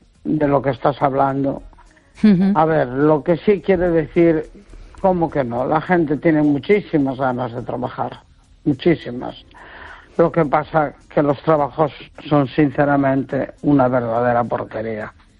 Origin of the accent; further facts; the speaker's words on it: Neda, Galicia, Spain; Hola, buenas noches, Esther.